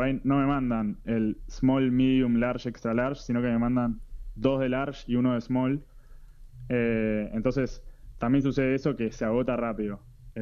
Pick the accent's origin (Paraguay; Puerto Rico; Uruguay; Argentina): Argentina; Buenos Aires; somos de Buenos